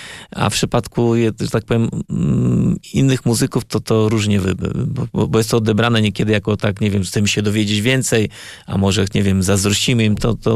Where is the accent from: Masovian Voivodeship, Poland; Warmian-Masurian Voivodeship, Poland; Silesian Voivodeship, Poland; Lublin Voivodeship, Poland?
Masovian Voivodeship, Poland; Iłów; moved away; pochodzę z Iłowa